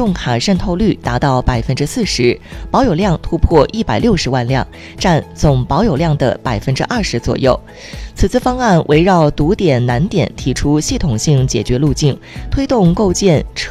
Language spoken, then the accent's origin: Chinese; Xinjiang, China